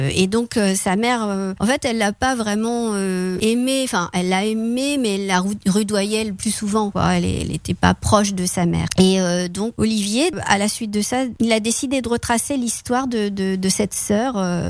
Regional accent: Charleville-Mézières, Grand Est, France; je suis originaire de Charleville

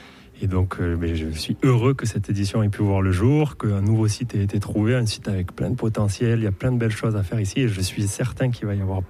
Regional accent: Pau, Nouvelle-Aquitaine, France; chez moi, à Pau, dans les Pyrénées.

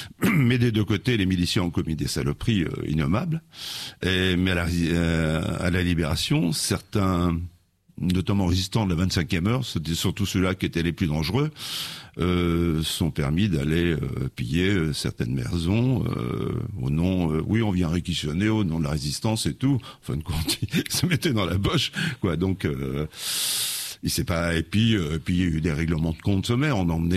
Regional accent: Auvergne-Rhône-Alpes, France; mon village natal dans l'Allier

